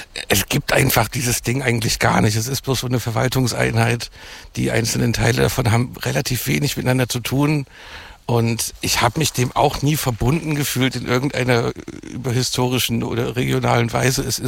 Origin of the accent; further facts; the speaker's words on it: Saxony-Anhalt, Germany; born there; Ich komme theoretisch aus Sachsen-Anhalt, aber ich bin halt schon in der DDR geboren, also da war es noch Bezirk Halle und der Kreis Quedlinburg.